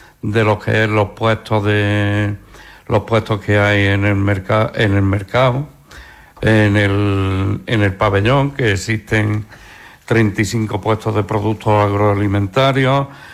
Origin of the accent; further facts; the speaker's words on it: Villanueva de Tapia, Andalusia, Spain; Nosotros somos malagueños, pero nos sentimos cordobeses y un poco también granaínos, y la verdad es que ese arraigo de cultura es lo que ha hecho que en Villanueva de Tapia, año tras año, se vaya realizando la Feria de Ganado